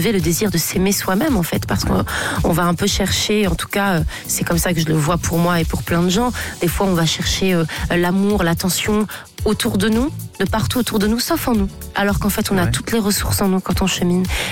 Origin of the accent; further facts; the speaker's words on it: Nice, Provence-Alpes-Côte d'Azur, France; Moi, j'ai grandi à Nice. Mon père a un bar à Nice.